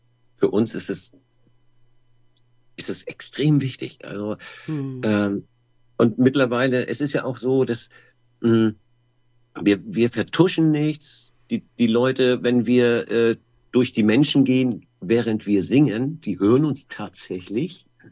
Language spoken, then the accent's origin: German; Hamburg, Germany; Ich komme tatsächlich auch aus Hamburg.